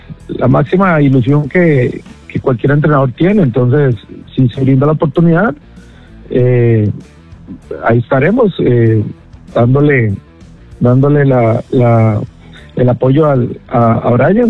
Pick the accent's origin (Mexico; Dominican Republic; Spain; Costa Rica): Costa Rica; uno como costarricense